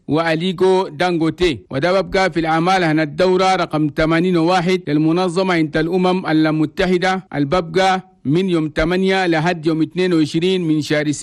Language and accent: Arabic; Chad; بلدنا تشاد